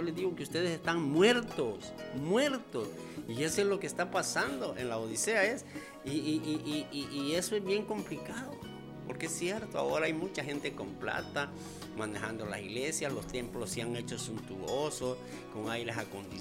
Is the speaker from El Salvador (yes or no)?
yes; Ahuachapán, El Salvador; allá al Cantón Palopique, donde yo crecí, allá en Aguachapán.